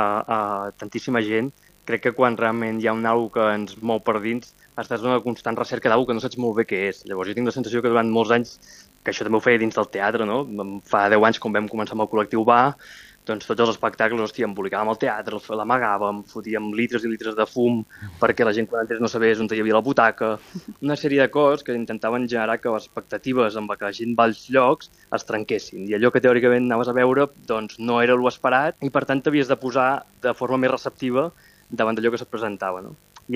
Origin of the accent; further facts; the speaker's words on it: Mataró, Catalonia, Spain; jo que sóc de Mataró i he mamat pirotècnia des de ben petit